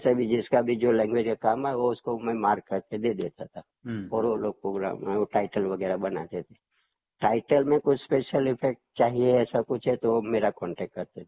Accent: Gujarat, India; मैं भी गुजराती हूँ

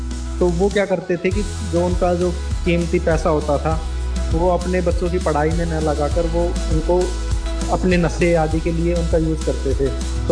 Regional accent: Alwar district, Rajasthan, India; और मैं अलवर जिले के राजगढ़ तहसील के एक छोटे से गांव पूर्णला का रहने वाला हूँ।

